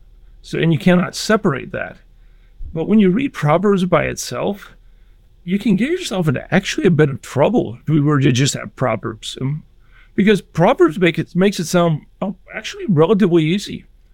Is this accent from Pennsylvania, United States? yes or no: no; West Lafayette, Indiana, United States; I grew up in Purdue's campus, West Lafayette, Indiana, but both my parents are from Northeast Nebraska.